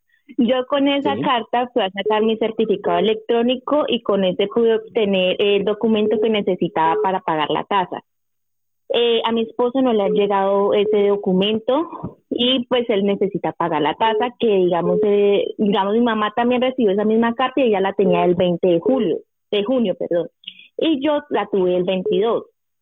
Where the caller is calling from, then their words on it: Madrid, Community of Madrid, Spain; Habla con … desde Madrid.